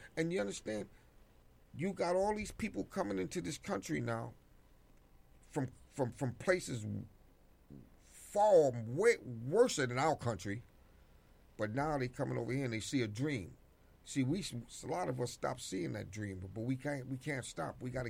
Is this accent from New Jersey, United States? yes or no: no; New York, United States; I grew up in Harlem. I'm telling you, I never heard a Spanish voice in my life. I grew up on 142nd Street in Lenox Avenue.